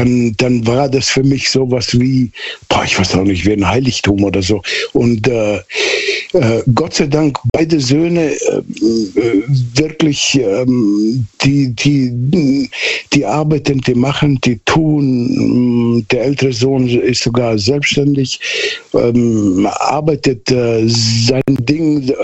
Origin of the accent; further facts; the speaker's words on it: Southern Germany, Germany; also ich bin quasi auf dem Dorf aufgewachsen in Süddeutschland.